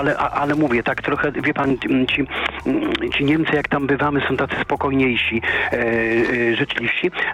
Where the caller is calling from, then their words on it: Warsaw, Masovian Voivodeship, Poland; tu my z Warszawy